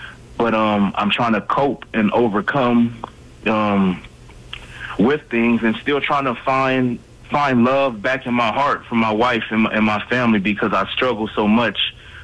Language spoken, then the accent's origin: English; California, United States; I'm from California. I was diagnosed a few years ago back in California.